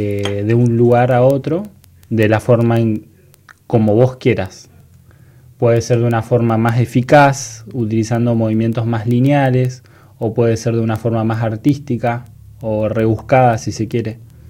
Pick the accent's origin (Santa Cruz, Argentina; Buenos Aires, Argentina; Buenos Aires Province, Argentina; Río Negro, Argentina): Santa Cruz, Argentina; Río Gallegos; also born or lived in Santa Fe, Argentina; Y prácticamente toda la vida. Soy nacido en Santa Fe, pero criado acá.